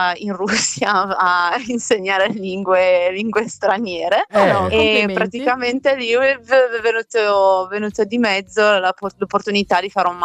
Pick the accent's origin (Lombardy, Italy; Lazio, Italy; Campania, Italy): Lombardy, Italy; Milan; moved away as an adult; now in Inverness, United Kingdom; io sono di Milano, mia nonna è della Valsugana, quindi non troppo lontano